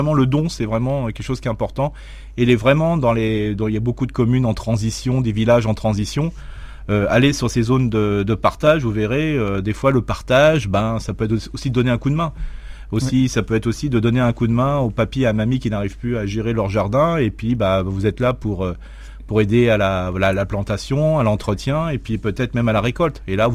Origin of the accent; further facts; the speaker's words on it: Grand Est, France